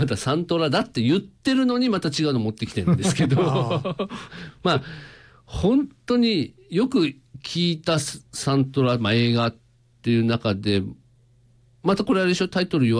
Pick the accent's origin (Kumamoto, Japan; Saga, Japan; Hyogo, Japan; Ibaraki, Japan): Ibaraki, Japan; 地元茨城